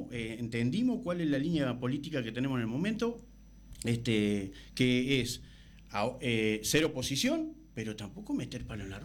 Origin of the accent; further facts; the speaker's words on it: Salto, Uruguay; somos de Salto.